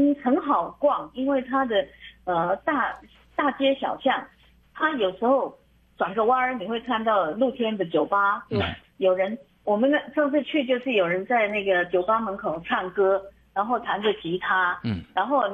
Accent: Taiwan; 因为我们台湾人口稠密嘛

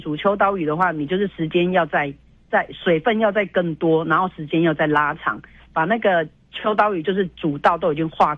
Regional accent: Tainan, Taiwan; 因为我台南人比较喜欢吃甜。

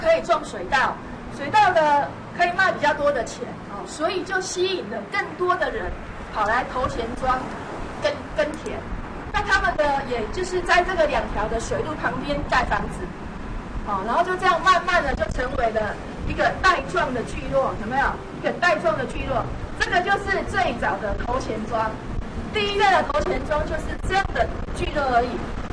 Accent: Chiayi County, Taiwan; moved away; 我小的时候是在嘉义的乡下，我们家就是在小溪的旁边

